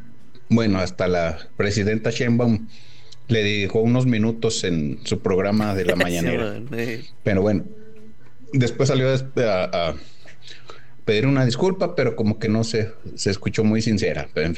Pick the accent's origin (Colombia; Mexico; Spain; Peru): Mexico